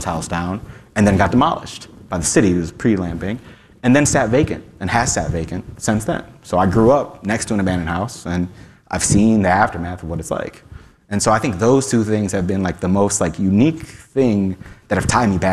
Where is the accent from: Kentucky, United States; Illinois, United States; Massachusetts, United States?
Illinois, United States; Chicago; So I grew up on Stockyards neighborhood, west side of town, West 70th and Clark, 69 mm-hmm. block of Clark. My family moved here from the 90s and from Puerto Rico.